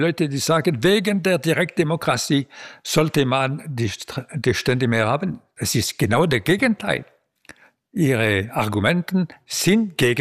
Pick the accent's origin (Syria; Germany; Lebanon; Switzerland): Switzerland; Als Schweizer bin ich für die Verfassung.